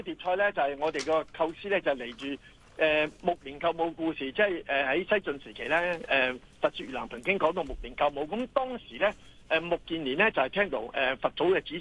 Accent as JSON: {"language": "Cantonese", "town": "Chaozhou", "region": "Guangdong", "country": "China", "said": "其實我哋潮州人我哋去拜神，我哋求神咧"}